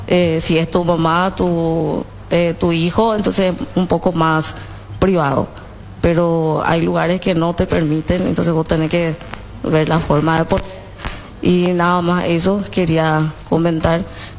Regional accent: Hernandarias, Alto Paraná, Paraguay; Muy buenos días … vengo de la ciudad de Hernandarias, Alto Paraná.

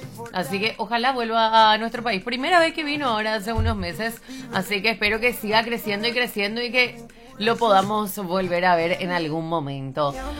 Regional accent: Luque, Central, Paraguay; ¡Epa! Mi barrio encima, Yo crecí toda la vida en Villa Adela

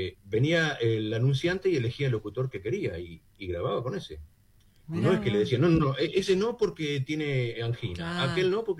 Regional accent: Patagonia, Argentina; moved away as an adult; also born or lived in Buenos Aires; now in Mar del Plata, Argentina; yo en la Patagonia, soy patagónico

